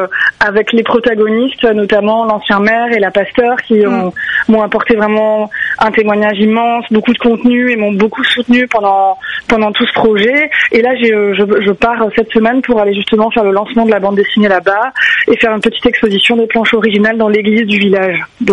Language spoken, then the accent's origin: French; Marseille, Provence-Alpes-Côte d'Azur, France; Je suis marseillaise